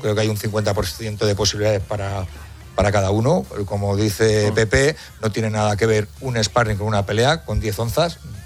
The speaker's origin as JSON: {"language": "Spanish", "town": "Córdoba", "region": "Andalusia", "country": "Spain"}